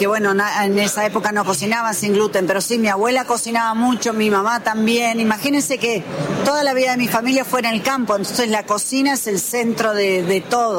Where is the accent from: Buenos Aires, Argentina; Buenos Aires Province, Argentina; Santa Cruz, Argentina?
Santa Cruz, Argentina; El Calafate; nosotros nos criamos en La Leona, que es un bar de campo que está entre Calafate y Chaltén.